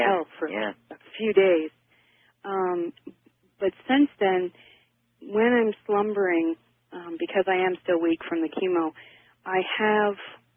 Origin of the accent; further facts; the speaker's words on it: Eagle River, Alaska, United States; I'm from Eagle River, Alaska.